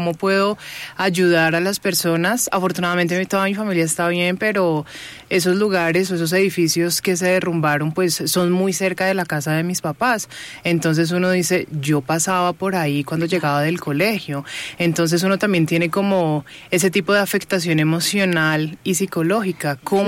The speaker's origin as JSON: {"language": "Spanish", "town": "Cali", "region": "Valle del Cauca", "country": "Colombia", "tie": "born or raised there", "moved": "yes", "said": "Yo soy de Cali y estoy viendo pues esa afectación que está sufriendo mi ciudad, y uno estando lejos"}